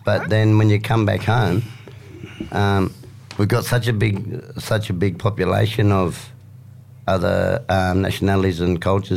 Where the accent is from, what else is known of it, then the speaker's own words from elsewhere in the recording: Australia; being on our own country, being Australian